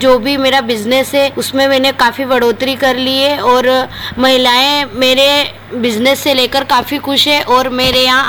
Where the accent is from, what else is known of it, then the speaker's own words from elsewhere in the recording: Jhalawar district, Rajasthan, India; मैं झालावाड़ जिले के पिडावत तहसील के रायपुर के पास ग्राम दिवलखेड़ा की रहने वाली हूँ।